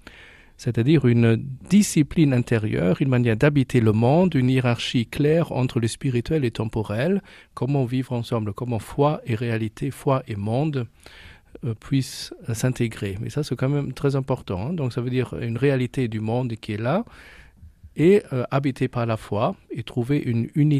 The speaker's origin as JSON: {"language": "French", "country": "Germany", "said": "moi, en tant qu'Allemand, je ne connaissais pas du tout avant."}